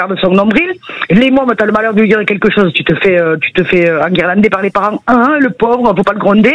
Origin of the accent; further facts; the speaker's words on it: Occitanie, France; moi, j'ai grandi dans le Gers, donc c'était facile.